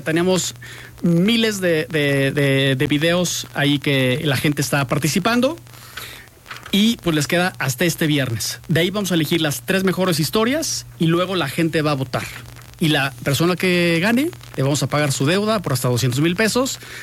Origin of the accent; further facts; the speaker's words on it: Mexico; pues siempre tenemos como mexicanos pues esa espinita de, híjole, no llegamos al quinto partido.